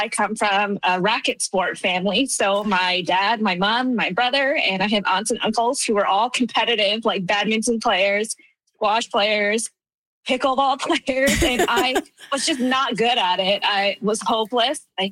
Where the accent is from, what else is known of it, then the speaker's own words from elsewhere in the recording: Newfoundland and Labrador, Canada; moved away as an adult; now in Regina, Canada; So I'm originally from Newfoundland. I moved to Regina about 13 years ago.